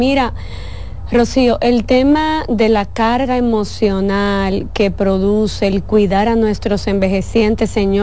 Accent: Dominican Republic

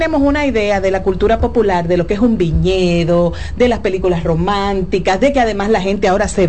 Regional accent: Dominican Republic

